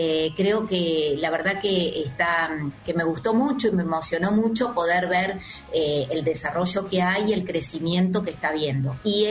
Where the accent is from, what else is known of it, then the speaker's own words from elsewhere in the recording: Río Negro, Argentina; now in Córdoba, Argentina; yo soy sureña, como verás, no tengo tonada cordobesa, soy rionegrina, nacida y criada en Río Negro.